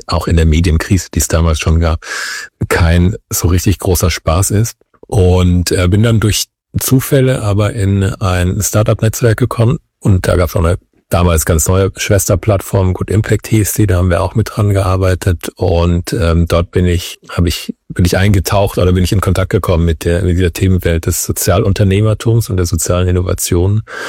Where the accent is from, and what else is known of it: Wiesloch, Baden-Württemberg, Germany; born or raised there